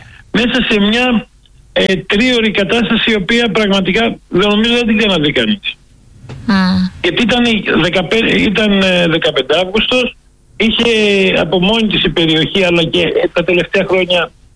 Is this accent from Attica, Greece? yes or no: yes; Athens, Attica, Greece; born there; Έχω γεννηθεί στην Αθήνα κατά λάθος.